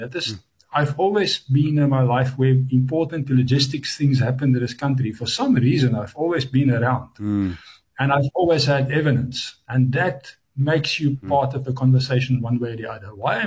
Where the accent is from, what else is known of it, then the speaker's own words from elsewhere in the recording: Durban, KwaZulu-Natal, South Africa; I grew up in Montclair in Durban, but it was a railway village within Durban, yes.